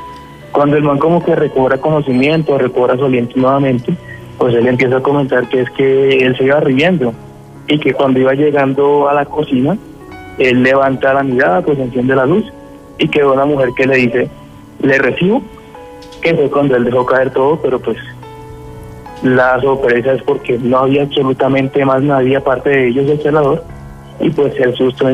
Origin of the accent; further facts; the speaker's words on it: Caribbean Region, Colombia; yo también soy costeño